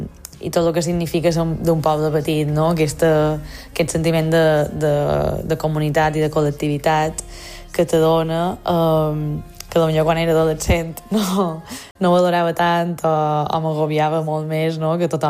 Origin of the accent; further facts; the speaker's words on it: Lloret de Vistalegre, Balearic Islands, Spain; festes de Sant Domingo, que són les festes del meu poble, Lloret de Vistalegre, i m'ha permès xerrar de molts moments de la meva vida, de la meva relació amb el poble